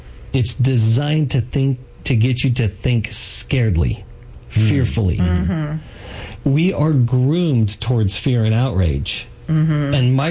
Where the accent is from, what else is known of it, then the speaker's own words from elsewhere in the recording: United States; I was fortunate enough to be born as an American and grow up in America.